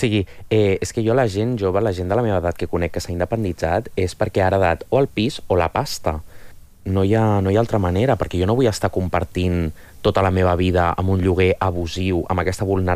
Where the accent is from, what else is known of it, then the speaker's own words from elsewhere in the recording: Barcelona, Catalonia, Spain; jo estimo molt Barcelona. Jo crec que totes les persones de Barcelona estimem molt la nostra ciutat.